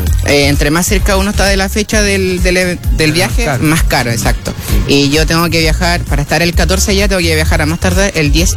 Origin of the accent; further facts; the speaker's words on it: Chile; soy el único chileno. Y claro, venir desde una localidad alejada que nadie conoce